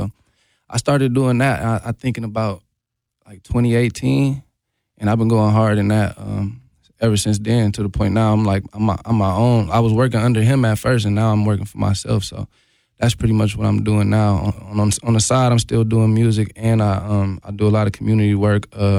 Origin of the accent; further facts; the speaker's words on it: Milwaukee, Wisconsin, United States; also born or lived in California / Texas; I'm from Milwaukee. I'm like, oh, I'm from Milwaukee. Or I know somebody from Milwaukee.